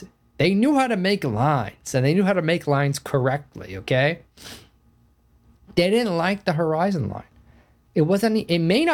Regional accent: Riverside, California, United States; I know every hill and every tree. I spent my whole childhood running all around Riverside.

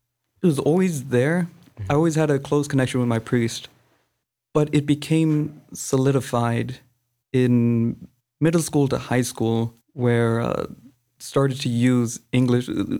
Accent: Philadelphia, Pennsylvania, United States; Philadelphia.

